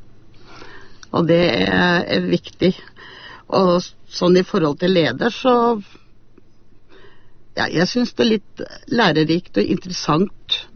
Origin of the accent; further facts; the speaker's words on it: Sigdal, Buskerud, Norway; jeg er opprinnelig fra Sigdal.